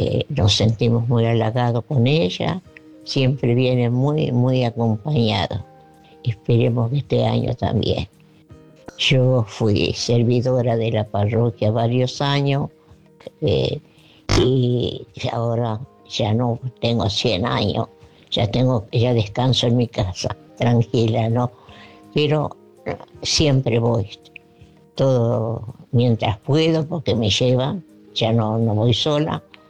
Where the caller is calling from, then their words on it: Merlo, Buenos Aires Province, Argentina; de Merlo.